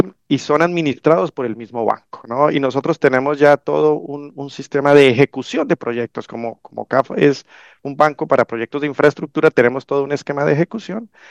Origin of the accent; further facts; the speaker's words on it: Colombia; now in Panama; a los demás personas extranjeras como yo, que soy colombiano